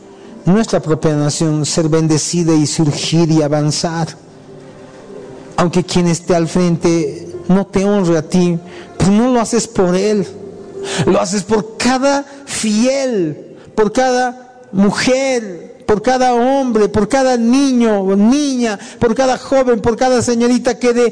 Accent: Bolivia; Nosotros también somos bolivianos.

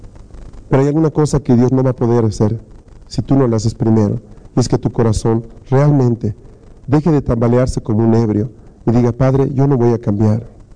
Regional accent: Bolivia; Somos bolivianos. Estamos habilitados para hacer eso.

